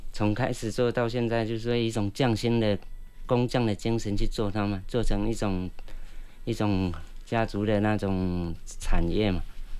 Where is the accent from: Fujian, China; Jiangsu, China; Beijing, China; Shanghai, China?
Fujian, China; 因为我们闽南地区那范围比较广